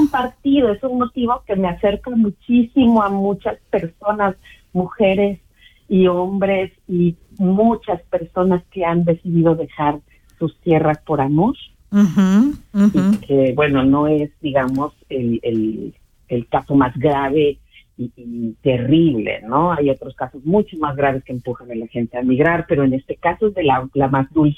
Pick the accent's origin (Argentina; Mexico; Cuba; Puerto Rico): Mexico; moved away as an adult; now in Switzerland; como ya lo dijiste, soy una mexicana viviendo en Suiza.